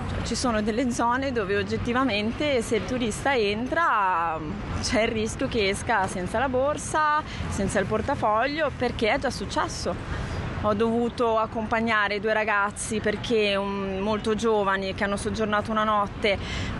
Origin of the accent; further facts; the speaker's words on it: Genoa, Liguria, Italy; io sono nata e cresciuta a Genova. Ho fatto tutta la mia gioventù nei vicoli, Piazza delle Erbe.